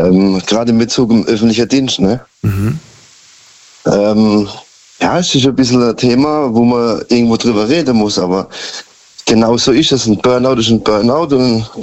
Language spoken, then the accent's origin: German; Karlsruhe, Baden-Württemberg, Germany; Ich komme aus Karlsruhe.